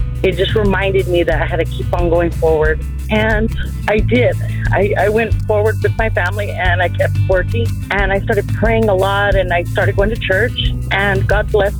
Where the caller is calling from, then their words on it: Maricopa, Arizona, United States; I'm calling from Maricopa, Arizona.